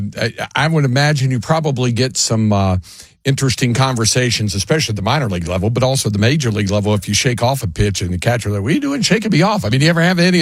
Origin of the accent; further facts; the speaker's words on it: Greensboro, North Carolina, United States; Yeah, I grew up in Greensboro